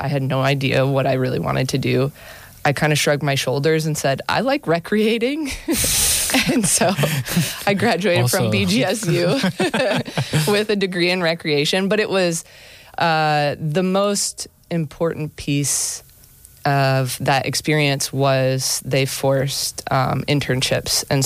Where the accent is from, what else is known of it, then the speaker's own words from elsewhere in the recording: Ohio, United States; Yeah, I grew up in the Oak Openings region